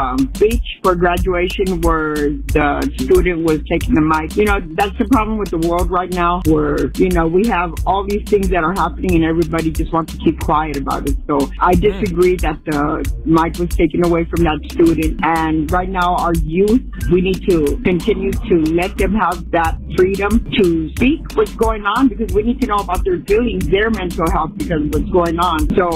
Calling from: Downey, California, United States; I'm calling from Downey.

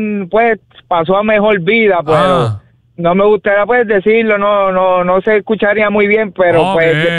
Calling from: Ciales, Puerto Rico; Soy de Ciales y de Ciales

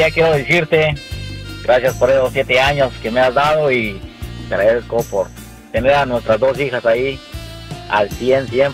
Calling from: New York City, New York, United States; te llamo de Brooklyn. Brooklyn en la casa.

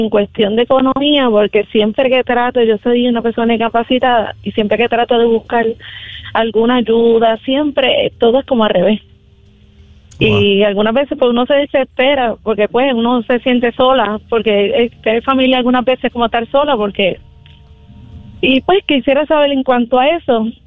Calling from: Cabo Rojo, Puerto Rico; de Cabo Rojo.

